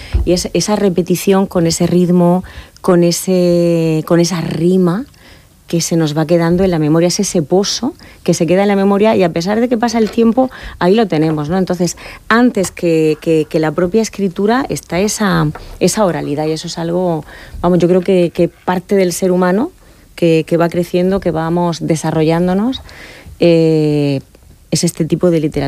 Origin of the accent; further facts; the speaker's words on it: Region of Murcia, Spain; tenemos que saber qué es lo que nos fundamenta a nosotros, en este caso a nosotros como murcianos, como españoles